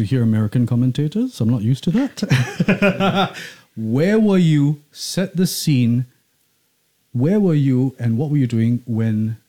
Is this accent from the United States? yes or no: no; Australia; Who needs a helmet? We don't need that. We're Australian. I love it.